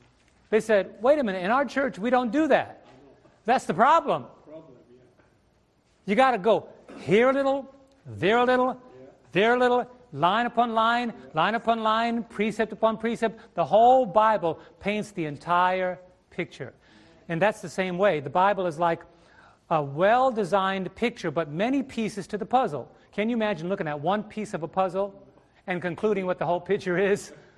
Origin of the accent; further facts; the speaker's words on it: New York, United States; Let me take a breath. I'm a New Yorker.